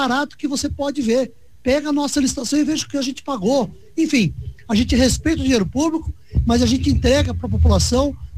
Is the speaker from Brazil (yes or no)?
yes; Brazil; Para frisar que a gente é brasileiro